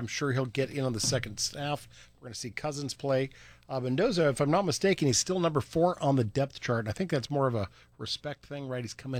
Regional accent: Pacific Northwest, United States; I grew up in the Northwest, and you would hate the rain after a while.

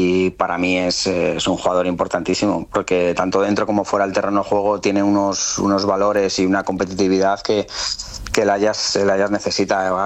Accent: Madrid, Community of Madrid, Spain; Es increíble que esto nos pueda pasar. Como vallecano, como

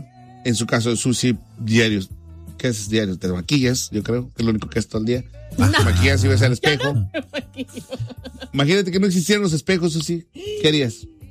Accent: Mexico; como mexicanos, yo creo que lo más criticado ha sido que a nosotros nos daban espejos por oro.

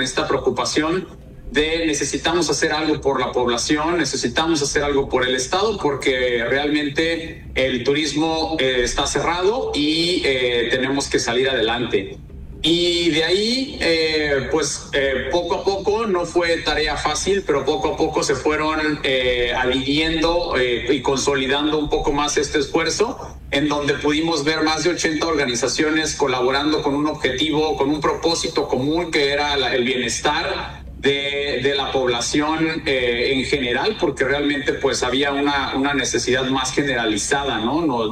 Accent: Mexico City, Mexico; born there; now in La Paz, Mexico; yo nací en Ciudad de México, tengo aquí en La Paz alrededor ya de 25 años

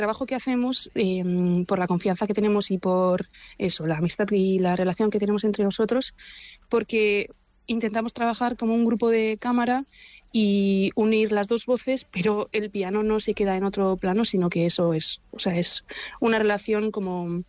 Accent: Basque Country, Spain; los tres somos vascos y Odi y yo somos de Guipúzcoa, entonces tocar en Donosti es un placer

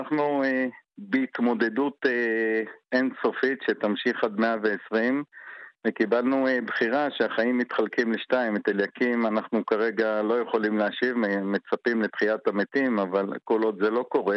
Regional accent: Hebron, West Bank, Palestine; בילדותי בחברון עוד. אחרי מלחמת ששת הימים.

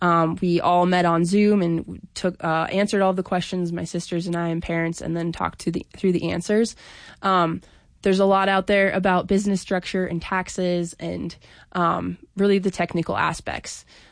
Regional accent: Montana, United States; this project has enabled me to do a lot of research that's just helped me understand my hometown and the rural Montana a lot better.

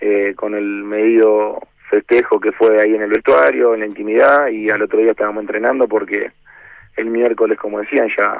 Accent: Argentina; es algo que tenemos nosotros como argentinos

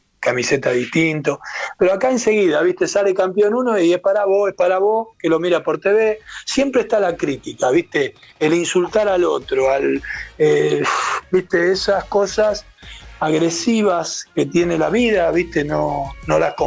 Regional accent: Argentina

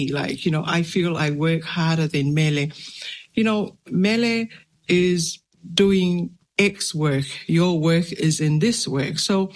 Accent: Tonga; now in Unknown; as a young Tongan girl growing up in Tonga and now a mum, that doesn't leave me

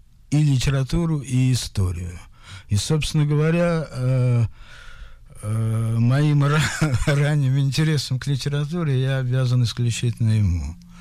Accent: Moscow, Russia; Я родился в Москве, учился в замечательной второй школе

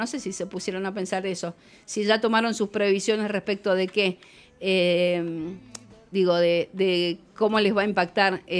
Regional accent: Mendoza, Argentina; para nosotros como mendocinos es clave, que es la vendimia

